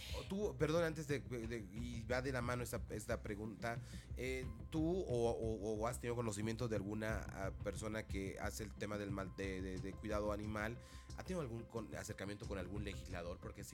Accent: Bolivia

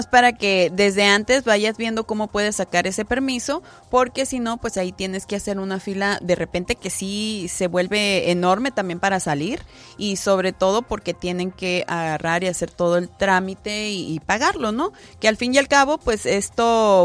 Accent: Mexico; gracias a Dios también soy mexicana. Y pues traía una identificación de México

